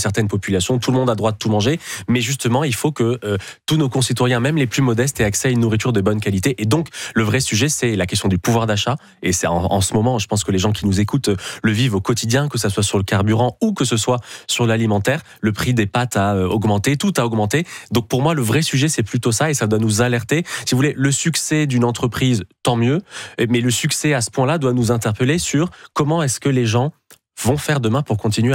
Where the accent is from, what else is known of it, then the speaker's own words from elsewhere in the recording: France; born there; j'ai la chance d'être franco-libanais, je suis né en France, mais je parle l'arabe